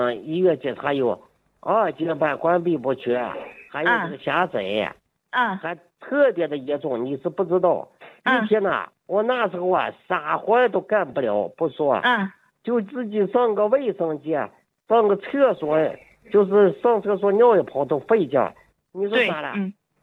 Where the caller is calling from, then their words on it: Baotou, Inner Mongolia, China; 我是包头的啊。